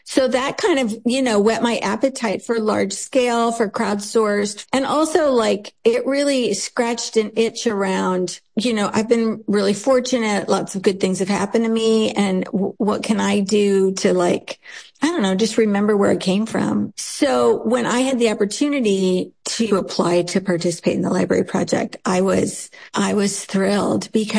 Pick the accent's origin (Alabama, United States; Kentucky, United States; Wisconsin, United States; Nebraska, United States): Nebraska, United States; Omaha; moved away as an adult; also born or lived in New York / San Francisco; I grew up in Omaha and went to Creighton and then promptly left Omaha and spent the next like 30 years kind of out of the city, bouncing between New York and San Francisco.